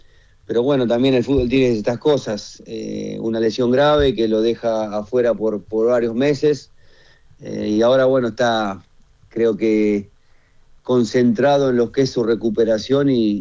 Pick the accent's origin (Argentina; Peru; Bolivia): Argentina; Después, como argentino, me pone muy, muy contento que sea el capitán